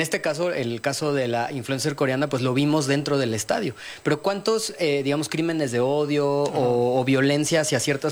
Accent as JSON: {"language": "Spanish", "country": "Mexico"}